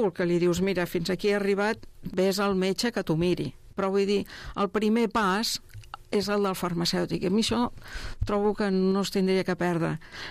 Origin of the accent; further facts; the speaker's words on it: Mollet del Vallès, Catalonia, Spain; also born or lived in Barcelona; ja era de Mollet, o sigui, jo tinc que mirar-me el carnet d'identitat per dir on te vas néixer, a Barcelona, però jo em considero de naixement com de Mollet, perquè tota la vida he viscut aquí, he viscut al mateix lloc, i m'agrada el poble, m'agrada més viure en el poble que no pas en una ciutat gran.